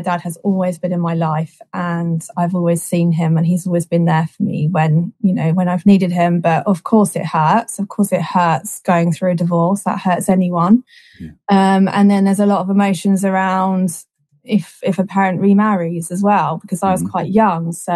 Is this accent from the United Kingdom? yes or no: yes; Surrey, South East England, United Kingdom; moved away as an adult; also born or lived in Southampton; now in Poole, United Kingdom; I was actually born on the South Coast. I was born in Southampton, but my family moved me to Surrey when I was very, very small. So I grew up in Surrey.